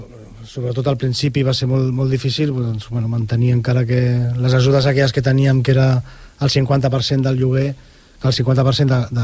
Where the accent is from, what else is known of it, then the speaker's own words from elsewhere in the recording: Sant Boi de Llobregat, Catalonia, Spain; jo em vaig criar al Marianao els primers anys a la cooperativa i a partir dels 10 vaig estar vivint al Marianao